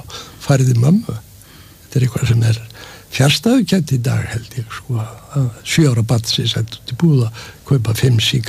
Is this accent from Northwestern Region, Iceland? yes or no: no; Capital Region, Iceland; ég kem úr þann með umhverfi ég ólst upp á Bergstaðastrætinu við svona frekar mikla fátækt sem þar var og og pabbi var olíubílstjóri og mamma var alltaf heima